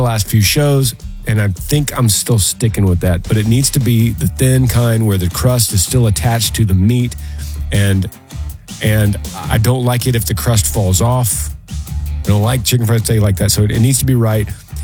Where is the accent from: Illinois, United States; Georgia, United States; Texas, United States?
Texas, United States; Because I'm a Texan, and I am not cultured enough.